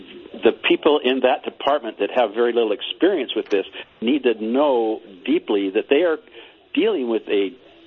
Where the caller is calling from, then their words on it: Hawaii, United States; I'm from Hawaii, so I see a lot of people from around the world